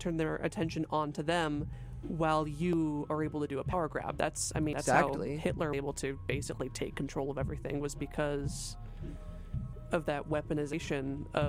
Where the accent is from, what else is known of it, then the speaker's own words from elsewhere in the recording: United States; coming in as an American